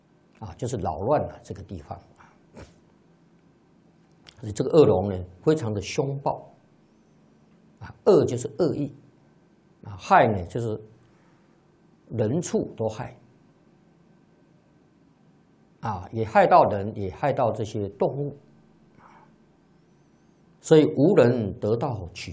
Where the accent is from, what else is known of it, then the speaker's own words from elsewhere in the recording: China; 这个龙啊，特别在我们中国人心目当中呢，是非常神秘的。